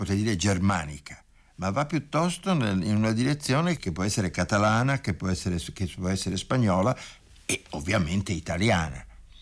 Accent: Florence, Tuscany, Italy; now in Milan, Italy; da un fiorentino, da uno che non sapeva nulla, che si è trovato nella Milano della guerra improvvisamente, che ha avuto appena il tempo di pochi giorni per vedere la Milano prima delle distruzioni, poi l'ha vista durante la distruzione e poi l'ha vissuta da allora, direi, ininterrottamente.

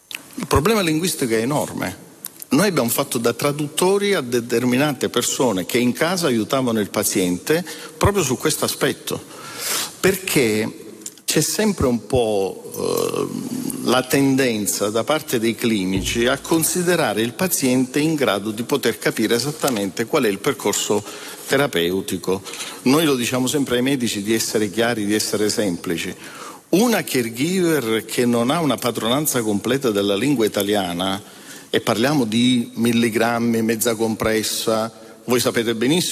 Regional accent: Udine, Friuli-Venezia Giulia, Italy; Io vengo da Udine, una città tutto sommato piccolina con dei mezzi pubblici

